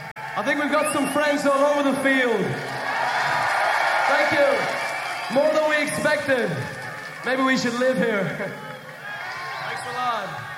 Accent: Ireland; we're Irish

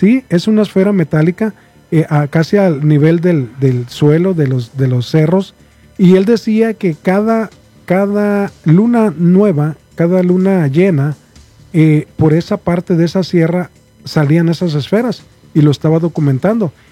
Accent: Mazatlán, Sinaloa, Mexico; now in Denver, United States; yo crecí en Mazatlán

